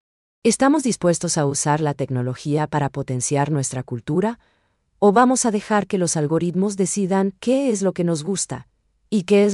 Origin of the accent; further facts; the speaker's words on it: Paraguay; cómo vamos a adaptarnos nosotros, los paraguayos